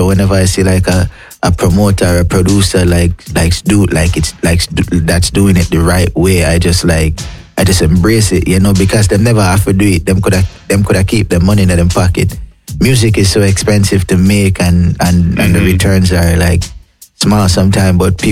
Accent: Kingston, Kingston Parish, Jamaica; I'm from Trenchtown community

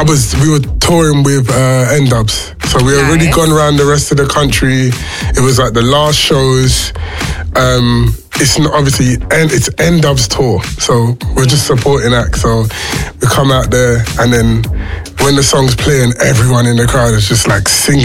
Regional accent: London, United Kingdom; also born or lived in Tottenham / New York; growing up in Hackney

